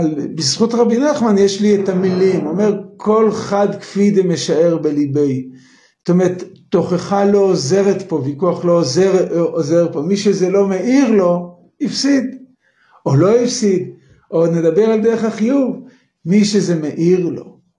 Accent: Bnei Brak, Tel Aviv District, Israel; אני גדלתי בבני ברק, זה היה בשנים הראשונות של המדינה

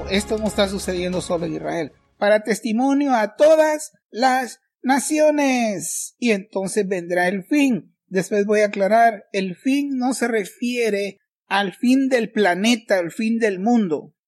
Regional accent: Honduras; Yo soy hondureño

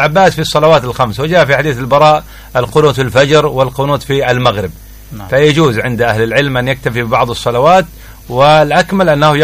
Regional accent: Mukalla, Hadhramaut, Yemen; accent: Mukalla colloquial dialect; رح نتكلم باللهجة الدارجة عندنا في المكلة

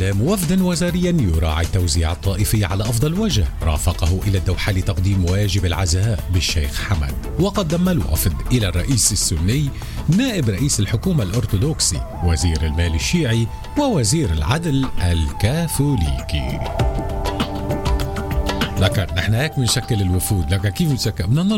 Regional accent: Lebanon; نحن كلبنانيين فينيقيين

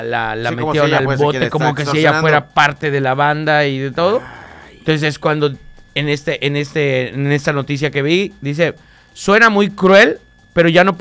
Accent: Yucatán, Mexico; los que somos yucatecos a veces somos muy confiados.

